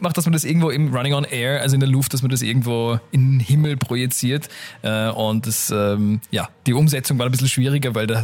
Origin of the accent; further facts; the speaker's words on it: Austria; ich bin Österreicher, ich repräsentiere sehr gern mein eigenes Land.